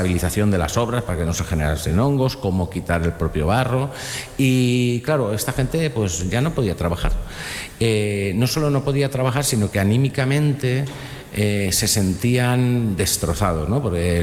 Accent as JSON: {"language": "Spanish", "region": "Valencian Community", "country": "Spain"}